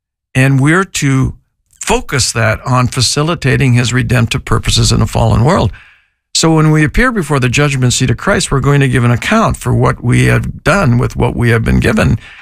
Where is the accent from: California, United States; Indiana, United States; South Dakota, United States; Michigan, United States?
Michigan, United States; Sault Ste. Marie; She grew up in Florida and I grew up in Sault Ste. Marie, Michigan. And we had 120 to 160 inches of snow.